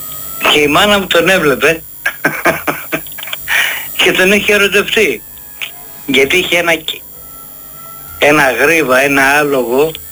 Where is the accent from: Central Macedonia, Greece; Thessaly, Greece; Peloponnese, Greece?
Thessaly, Greece; born there; moved away; also born or lived in Nea Filadelfeia; Εγώ είμαι από τη Λίμνη Πλαστήρα πάνω από Καρδίτσα.